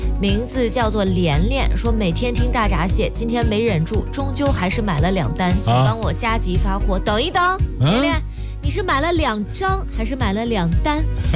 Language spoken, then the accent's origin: Chinese; Henan, China; 我们河南话